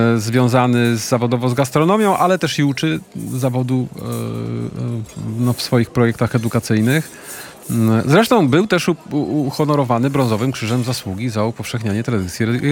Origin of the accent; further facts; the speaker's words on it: Warsaw, Masovian Voivodeship, Poland; my tutaj warszawiacy